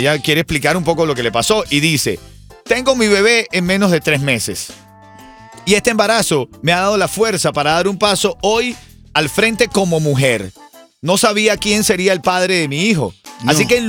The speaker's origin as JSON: {"language": "Spanish", "country": "Venezuela"}